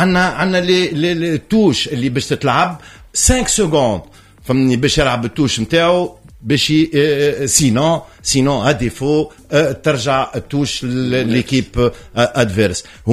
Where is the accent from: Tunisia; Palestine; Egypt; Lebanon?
Tunisia; عندنا في تونس